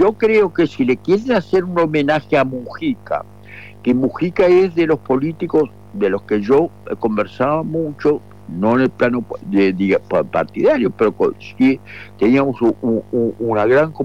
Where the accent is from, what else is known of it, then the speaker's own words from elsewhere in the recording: Uruguay; los uruguayos somos los uruguayos